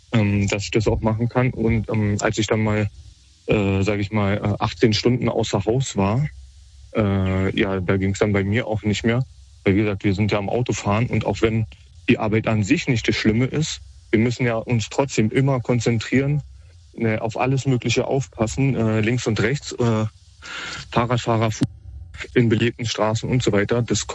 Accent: Berlin, Germany; ich komme ja aus Berlin, hier gab es im Sommer mal einen starken Sturm.

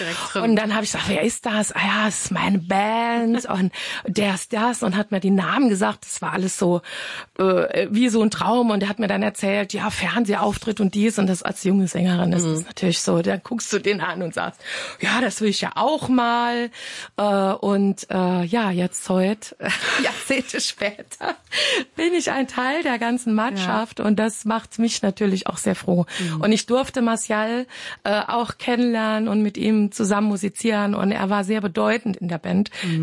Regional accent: Saarland, Germany

